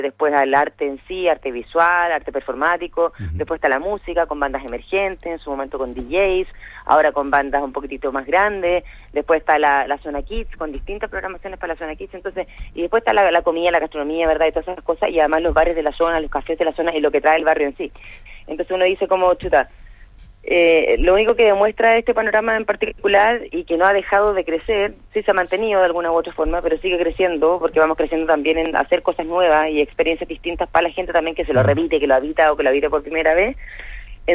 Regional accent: Concepción, Biobío, Chile; now in Santiago, Chile; yo soy penquista

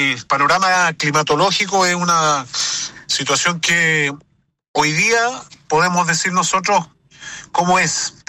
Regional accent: Corral, Los Ríos, Chile; Yo soy nacido y criado acá en Corral

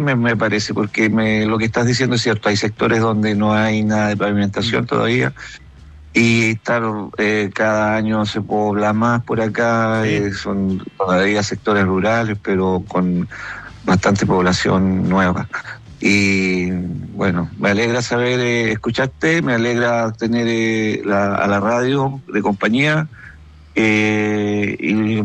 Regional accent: Panguipulli, Los Ríos, Chile; porque yo crecí, nací, crecí en Panguipulli, un gran abrazo.

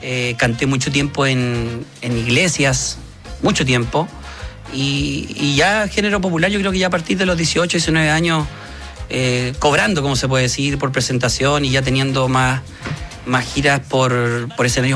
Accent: Santiago, Santiago Metropolitan Region, Chile; now in Lampa, Chile; De la región metropolitana, Santiago. Santiago, sí. Hoy en día resido en la comuna de Lampa, pero fui nacido y criado en Quinta Normal.

